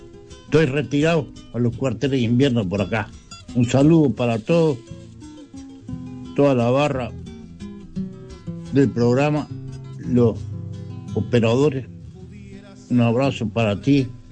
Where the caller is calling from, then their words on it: Treinta y Tres, Uruguay